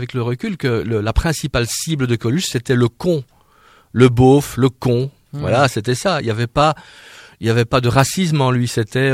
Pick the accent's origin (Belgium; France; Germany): Belgium; Non seulement je suis belge, mais en plus j'ai été militaire.